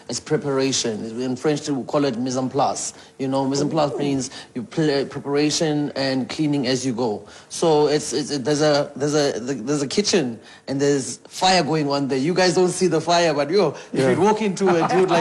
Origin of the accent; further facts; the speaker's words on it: South Africa; Yes, we are South African